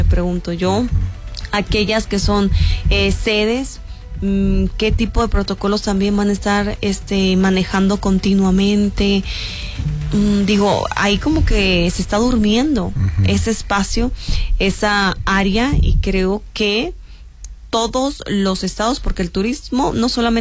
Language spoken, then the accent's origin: Spanish; Mexico